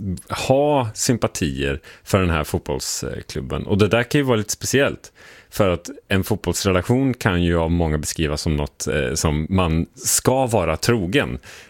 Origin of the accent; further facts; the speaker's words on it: Norrköping, Östergötland, Sweden; jag växte upp i Norrköping